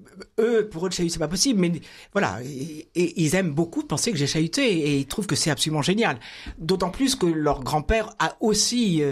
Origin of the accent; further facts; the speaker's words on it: Caen, Normandy, France; born there; je suis née à Caen, je suis normande et très fière de l'être.